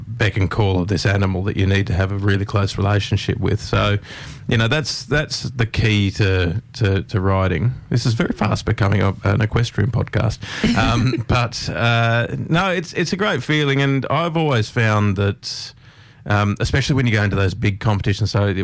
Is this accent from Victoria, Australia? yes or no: no; Balmain, New South Wales, Australia; I grew up in Balmain, but, you know, we always got sent to the country